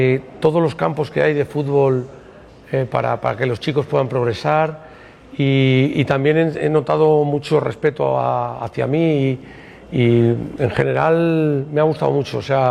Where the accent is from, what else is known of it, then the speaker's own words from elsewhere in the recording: Spain; si estoy en Europa, digo que soy español.